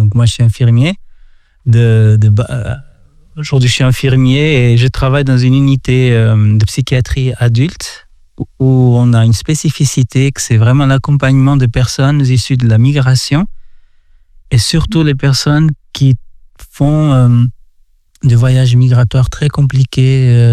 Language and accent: French; Portugal; now in Geneva, Switzerland; moi, je suis portugais d'origine